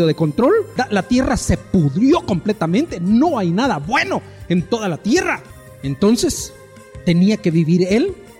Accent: Guatemala; usted y yo somos guatemaltecos

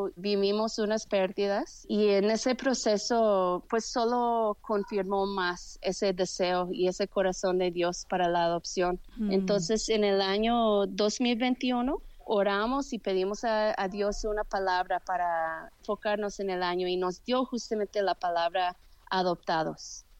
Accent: Canada; moved away as an adult; now in Guadalajara, Mexico; Vine aquí a Guadalajara, México, en el año 2006 para ser misionera, pero vengo de Canadá.

